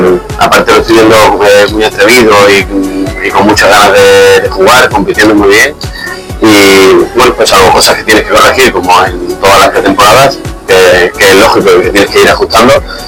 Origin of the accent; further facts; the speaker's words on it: Galicia, Spain; Y yo que soy gallego de toda la vida